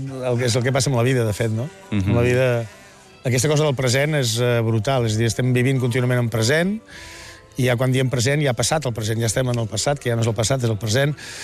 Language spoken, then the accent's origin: Catalan; Vilanova i la Geltrú, Catalonia, Spain; la meva infància al barri de Sant Joan d'aquí a Vilanova sí que la recordo com una cosa curiosa